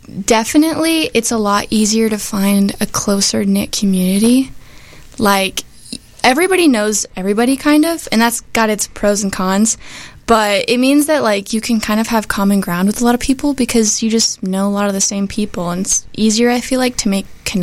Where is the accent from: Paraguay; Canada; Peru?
Paraguay; Asunción; now in Wayne, United States; Asunción, Paraguay.